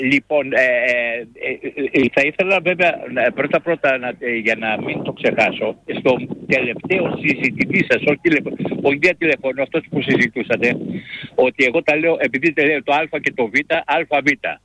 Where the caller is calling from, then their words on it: Athens, Attica, Greece; από Αθήνα.